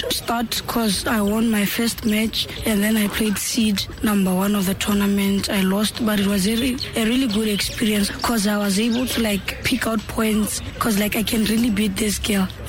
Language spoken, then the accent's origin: English; Central District, Botswana; it's not like I'm from Mahalape. I'm from a village called Mueng.